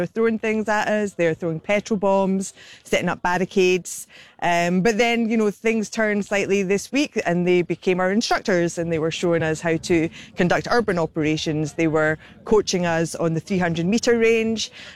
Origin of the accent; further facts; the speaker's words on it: Scotland, United Kingdom; moved away as an adult; now in Bermuda; You can perhaps tell I'm not Bermudian myself. I'm Scottish. I've lived in Bermuda for 8 years